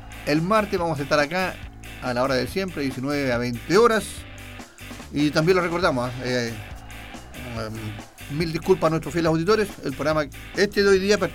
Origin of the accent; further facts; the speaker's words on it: Linares, Maule, Chile; moved away; voy a viajar a mi tierra, voy a viajar a mi querido Linares